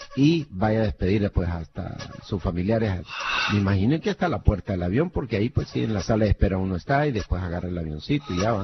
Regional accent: El Salvador; Yo como salvadoreño

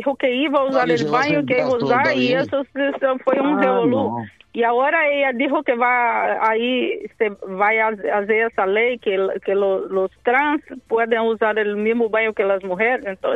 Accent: Brazil; moved away; ahí en mi país

